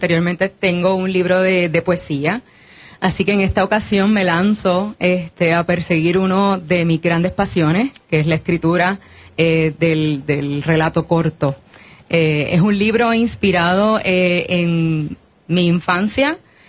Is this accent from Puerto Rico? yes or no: yes; Villalba, Puerto Rico; also born or lived in San Lorenzo; Yo soy natural de San Lorenzo, pero mi mamá era de Villalba, así que mi niñez pasó en los campos de Villalba.